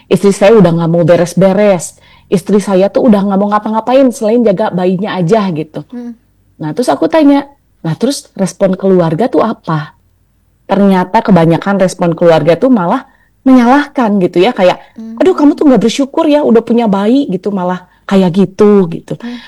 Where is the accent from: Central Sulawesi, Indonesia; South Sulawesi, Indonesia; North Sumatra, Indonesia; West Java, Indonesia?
West Java, Indonesia; Bandung; Iya, aku dari Bandung.